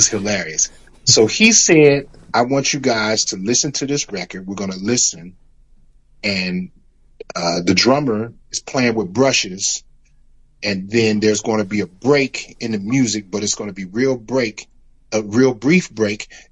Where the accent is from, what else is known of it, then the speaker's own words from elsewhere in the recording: Richmond, California, United States; I remember being 4 and 5 years old, being where we grew up in Richmond. We wasn't too far from Nickel Park